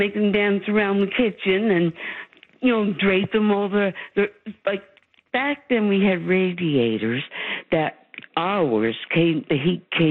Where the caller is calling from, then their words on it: St. John's, Newfoundland and Labrador, Canada; Calling from St. John's, Newfoundland. And I've lived in all the Atlantic provinces.